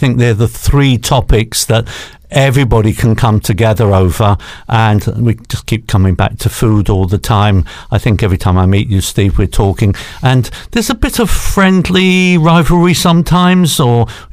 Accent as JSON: {"language": "English", "region": "London", "country": "United Kingdom", "tie": "born or raised there", "said": "I was just born down the road from Waterloo. I was born in Lambeth. So that … was something that I would have seen growing up many a time."}